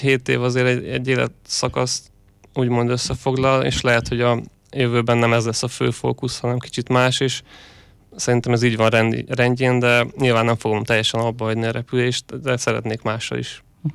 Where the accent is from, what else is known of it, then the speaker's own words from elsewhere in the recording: Hungary; Hát szerintem magyarként átrepülni a Balatont, az mindig óriási élmény.